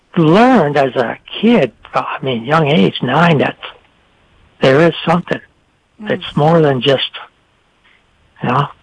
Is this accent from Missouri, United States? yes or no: no; Mooers, New York, United States; born there; first language French; English is a second language